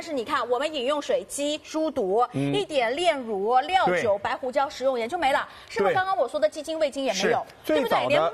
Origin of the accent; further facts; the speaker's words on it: Shanghai, China; 我们上海人